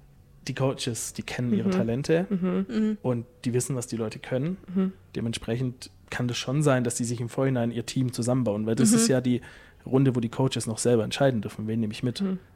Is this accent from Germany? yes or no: yes; Swabia, Germany; accent: Swabian; ich bin Schwabe.